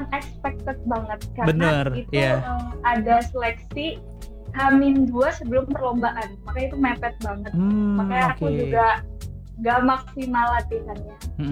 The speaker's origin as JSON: {"language": "Indonesian", "town": "Cirebon", "region": "West Java", "country": "Indonesia", "said": "asal aku dari Cirebon."}